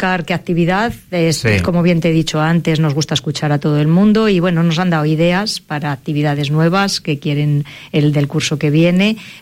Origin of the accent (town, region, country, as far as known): Medina del Campo, Castile and León, Spain